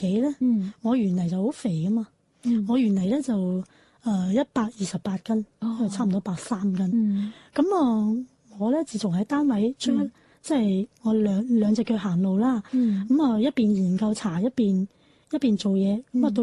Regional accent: Lingnan, China; 我哋岭南

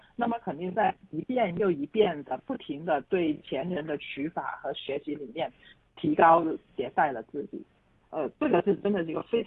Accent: Guangdong, China; 我们广东人

